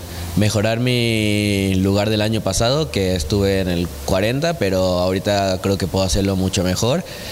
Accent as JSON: {"language": "Spanish", "country": "Mexico", "moved": "yes", "lives_now": "Europe", "said": "como mexicanos nos apoyamos mucho"}